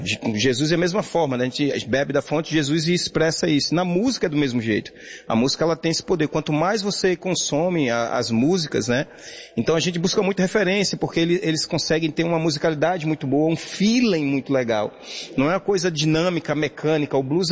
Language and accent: Portuguese; Fortaleza, Ceará, Brazil; somos de Fortaleza, né?